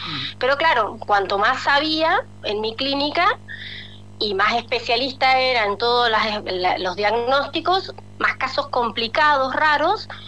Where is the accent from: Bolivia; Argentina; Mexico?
Argentina; Chaco; moved away as an adult; now in Punta Ballena, Uruguay; Soy del Chaco, del norte de la Argentina.